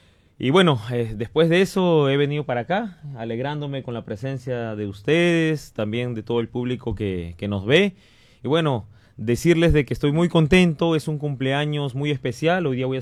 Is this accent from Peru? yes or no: yes; Castilla, Piura, Peru; also born or lived in Lima; Yo nací en Lima. Un día como hoy hace 38 años, a la edad de 8 años vine aquí a mi querido Castilla, 30 años estudiando, luchando.